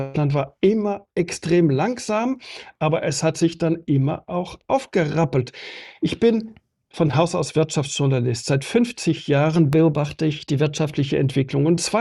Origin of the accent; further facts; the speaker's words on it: Switzerland; Ich bin Schweizer